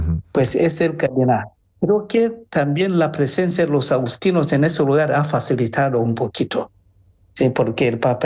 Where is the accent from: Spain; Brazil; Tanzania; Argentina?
Tanzania; moved away; llevaba párroco como 13 años en una parroquia allá en mi tierra. Pues y era también la parroquia en la ciudad más importante, la ciudad muy comerciante en Tanzania.